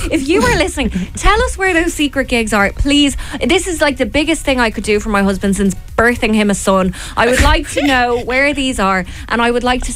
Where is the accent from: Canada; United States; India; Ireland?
Ireland; So I've been trying to not slag … over the years. I know it's like our right as Irish people